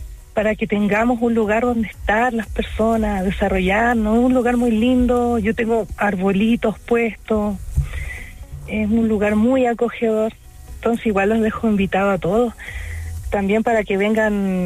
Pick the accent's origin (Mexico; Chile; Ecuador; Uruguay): Chile; Calama, Antofagasta; nosotros somos de Calama